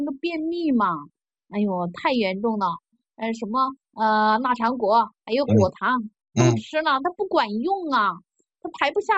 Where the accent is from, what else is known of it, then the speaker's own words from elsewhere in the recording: Chengdu, Sichuan, China; 我家是四川的，